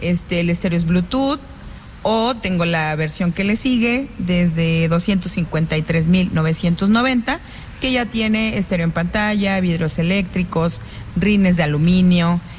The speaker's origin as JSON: {"language": "Spanish", "country": "Mexico", "said": "somos orgullosamente mexicanos aquí."}